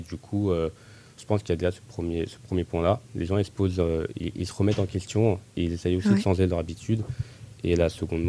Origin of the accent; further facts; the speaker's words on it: Orléans, Centre-Val de Loire, France; now in Tours, France; je suis originaire d'Orléans.